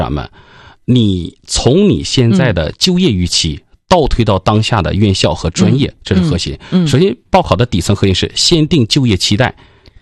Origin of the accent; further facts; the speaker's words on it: China; 作为一个中国人的这种自豪，在那一刻是非常非常具象，